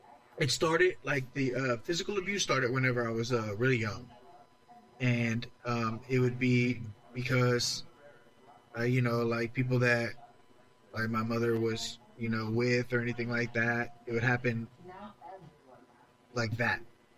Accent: Long Beach, Mississippi, United States; also born or lived in Virginia, United States / Louisiana, United States; I spent all my childhood in Mississippi, like right down the coast, Long Beach, Gulfport, Socia, Lyman, all over that little area. And then my teen years, I was in Louisiana.

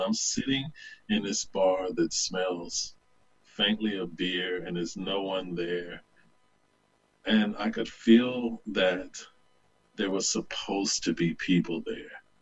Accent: the South, United States; I grew up in a Bible Belt, and it's who I was. It's who I continue to be in many ways.

